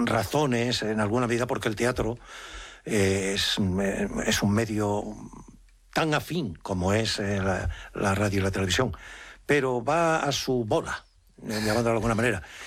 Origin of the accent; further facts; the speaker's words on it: Extremadura, Spain; Los extremeños hablamos con un acento como tienen los andaluces o como tienen los asturianos o como tienen los gallegos.